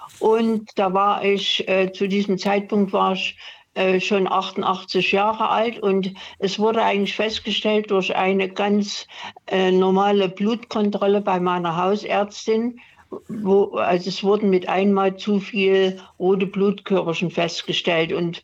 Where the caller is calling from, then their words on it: Chemnitz, Saxony, Germany; Ja, ich rufe aus Chemnitz an.